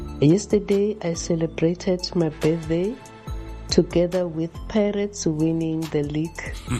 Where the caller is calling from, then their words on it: Sebokeng, Gauteng, South Africa; from the Vaal.